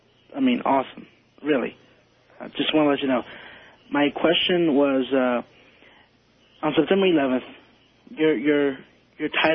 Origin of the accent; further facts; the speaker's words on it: McAllen, Texas, United States; I'm coming from South Texas, McAllen.